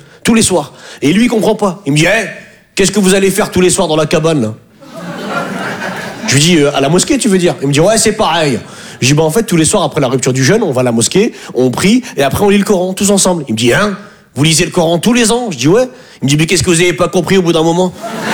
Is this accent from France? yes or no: yes; Hauts-de-France, France; now in Paris, France